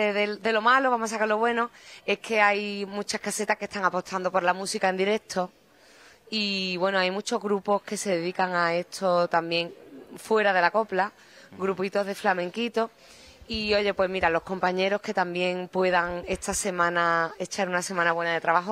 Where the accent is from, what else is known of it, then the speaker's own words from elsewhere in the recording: Málaga, Andalusia, Spain; este es el primer año que canto menos en la feria de mi tierra y estoy más fuera que en Málaga